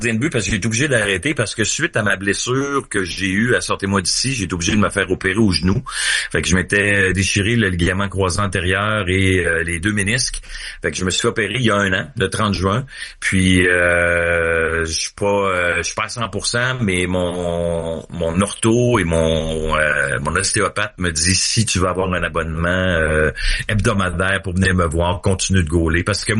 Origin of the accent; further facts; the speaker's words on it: Quebec City, Quebec, Canada; Puis moi j'étais tellement content, j'étais un gars de Québec, fait que j'étais partisan des Nordiques